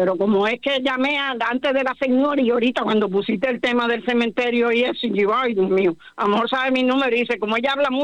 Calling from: Sabana Grande, Puerto Rico; ¿sabes que yo soy de Sabana Grande?

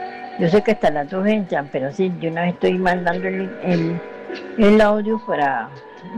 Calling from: Paraíso, Cartago, Costa Rica; Soy de aquí de Paraíso … del Centro de Adulto Mayor de Manantiales.

